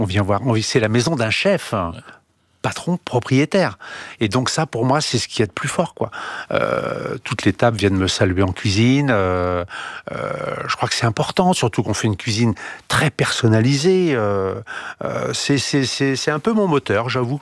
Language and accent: French; Brittany, France; born there; je suis né en Bretagne